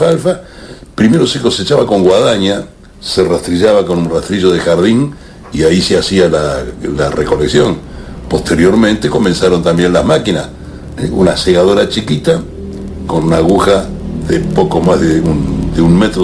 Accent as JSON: {"language": "Spanish", "town": "Los Cerrillos", "region": "Canelones", "country": "Uruguay", "tie": "born or raised there", "moved": "as an adult", "lives_now": "San José de Mayo, Uruguay", "said": "A 3 kilómetros de Los Cerrillos, entre Cerrillos y Las Brujas, por la ruta 36-37, en una chacra. Es una zona de chacras realmente ahí, y en el año en que yo nací"}